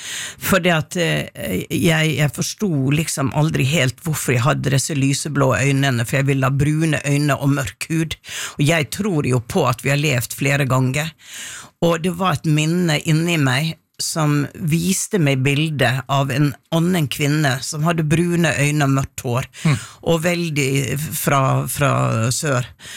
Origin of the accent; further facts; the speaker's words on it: Western Norway, Norway; now in Oslo, Norway; jeg er fra Vestlandet. Jeg er vokst opp med grundeforeldre.